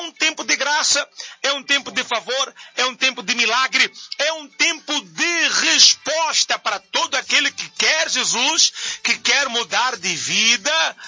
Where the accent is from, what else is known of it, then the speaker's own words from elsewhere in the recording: Bahia, Brazil; que prazer ouvir um conterrâneo, eu sou baiana.